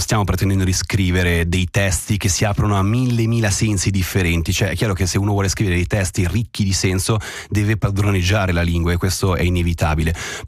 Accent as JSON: {"language": "Italian", "country": "Switzerland", "said": "Il tedesco è un po' il mio tasto dolente e mi spiace molto di questo, perché da svizzero fiero, mi viene da dire, mi piacerebbe parlare bene tutte le lingue nazionali"}